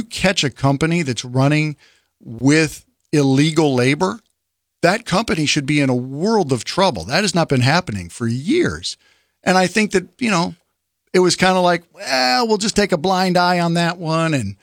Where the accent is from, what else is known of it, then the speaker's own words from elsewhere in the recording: Connecticut, United States; This feel, maybe because Trump's from New York, I'm from Connecticut originally.